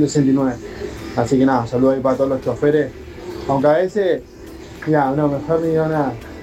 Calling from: Isidro Casanova, Buenos Aires Province, Argentina; de Casanova.

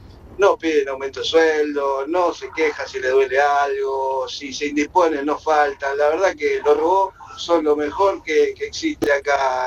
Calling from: Sarandí, Buenos Aires Province, Argentina; de Sarandí.

